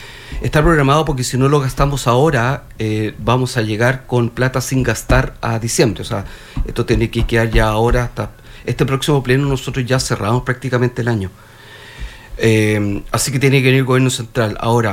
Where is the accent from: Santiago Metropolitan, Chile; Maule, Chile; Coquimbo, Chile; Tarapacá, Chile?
Tarapacá, Chile; nosotros vivimos en el mundo Vilsipaps. O sea, Tarapacá es una región de Vilsipaps.